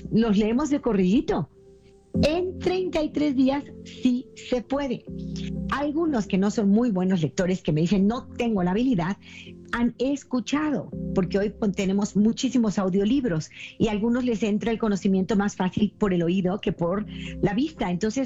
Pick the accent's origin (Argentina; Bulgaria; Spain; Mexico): Mexico; Si vives en México, hay un número directo en mi país